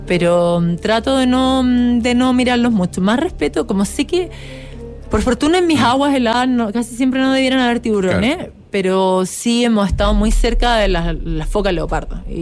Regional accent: Chile

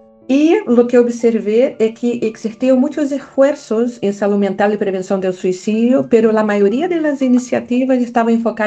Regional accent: Rio de Janeiro, Brazil; Spanish is a second language; moved away as an adult; now in Chile; yo no nací en Chile, el acento ahí está. Yo nací en Brasil, en Río de Janeiro, llevo 20 años en Chile, pero acá está mi forma de hablar, que no se cambia.

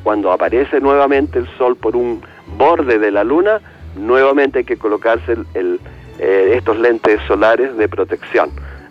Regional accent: Rengo, O'Higgins, Chile; born or raised there

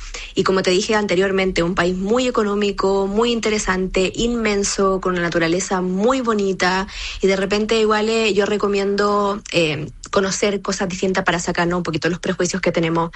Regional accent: Chile

